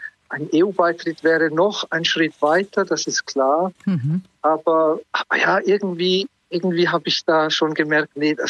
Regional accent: Switzerland; now in Iceland; da merke ich dann so als Schweizer

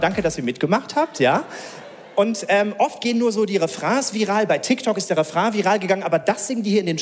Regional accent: Bochum, North Rhine-Westphalia, Germany; Ich hatte im Ruhrgebiet, ich komme aus Wattenscheid.

